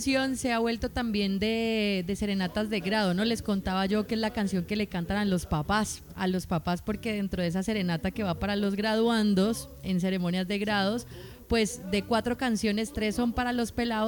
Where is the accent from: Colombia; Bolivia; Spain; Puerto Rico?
Colombia; Soy colombiano.